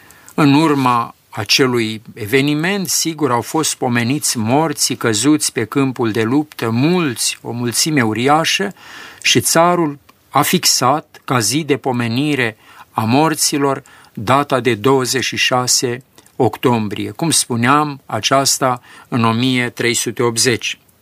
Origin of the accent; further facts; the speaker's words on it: Maramureș County, Romania; moved away; la mine în sat, de unde sunt eu din Maramureș